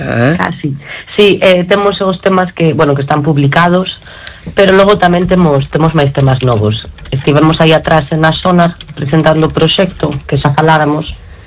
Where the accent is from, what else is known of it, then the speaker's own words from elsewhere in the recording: Argentina; A verdade que sí, sí, porque aparte de cada unha de un sitio … veño da Argentina